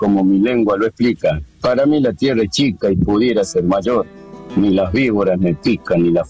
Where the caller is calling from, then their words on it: Płońsk, Masovian Voivodeship, Poland; de Polonia, de Plons.